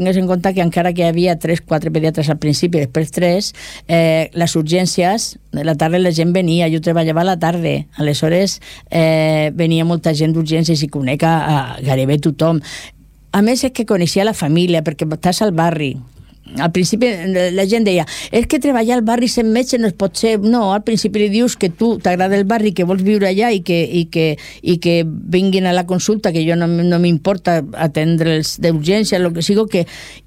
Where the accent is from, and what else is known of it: Catalonia, Spain; accent: Murcian; Catalan is a second language